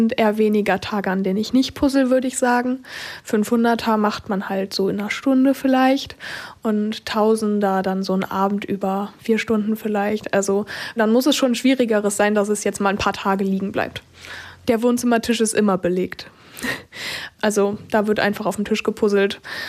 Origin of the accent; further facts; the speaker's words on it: Krefeld, North Rhine-Westphalia, Germany; ich komme aus Krefeld.